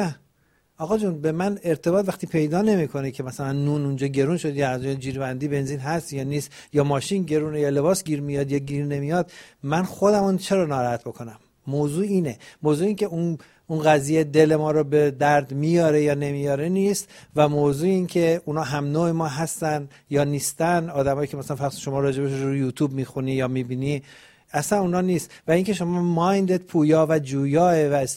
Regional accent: Iran; moved away; من از موقعی که از ایران اومدم بیرون

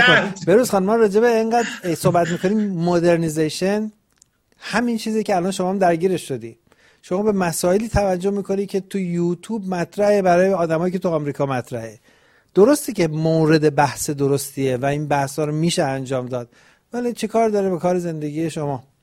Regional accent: Iran; moved away; من از موقعی که از ایران اومدم بیرون

